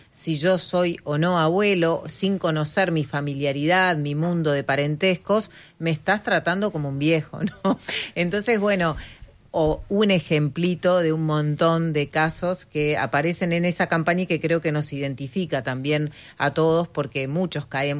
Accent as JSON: {"language": "Spanish", "country": "Uruguay", "said": "Somos uruguayos, somos uruguayas, vivimos con el fútbol atravesado en nuestra cultura, en nuestro ADN."}